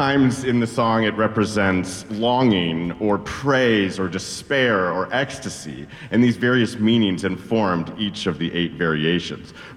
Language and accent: English; Minnesota, United States; I'm from Minnesota